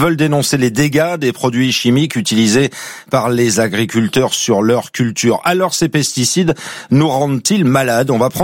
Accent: France; Virginie, est-ce qu'on sait si l'usage des pesticides a baissé chez nous en France ?

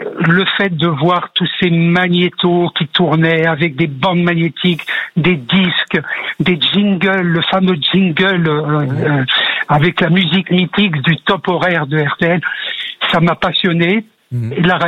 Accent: Issy-les-Moulineaux, Île-de-France, France; born there; moved away as an adult; now in Lusignan, France; J'ai habité 40 ans en région parisienne.

